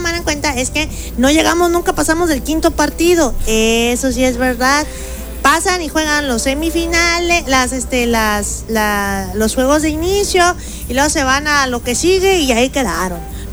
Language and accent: Spanish; Mexico; Pero yo soy mexicana, mi amor.